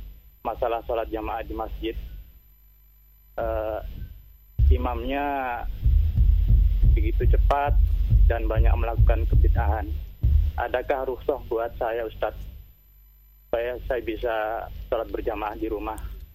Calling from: Batulicin, South Kalimantan, Indonesia; di Batu Licin.

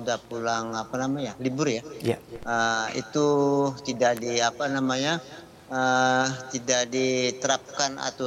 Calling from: Depok, West Java, Indonesia; dari Depok.

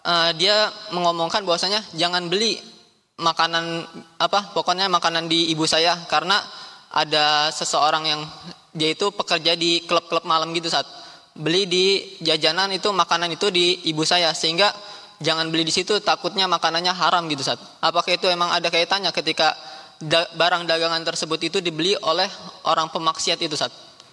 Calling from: Bekasi, West Java, Indonesia; Saya, bismillah, saya dari … dari Bekasi

